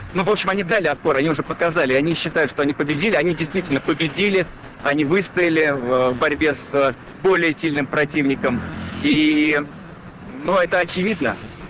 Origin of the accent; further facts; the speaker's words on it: Russia; в Иране все радуются, узнав, что я из России